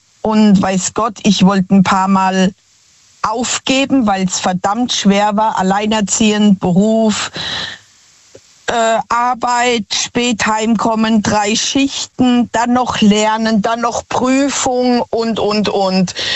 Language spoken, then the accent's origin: German; Zeiskam, Rhineland-Palatinate, Germany; Aus Zeiskamp, das ist bei Landau, Speyer, Germersheim.